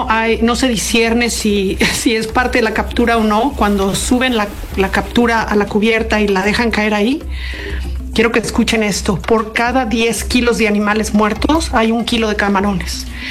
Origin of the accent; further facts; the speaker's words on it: Cuernavaca, Morelos, Mexico; Tuve la enorme fortuna de haber crecido en Cuernavaca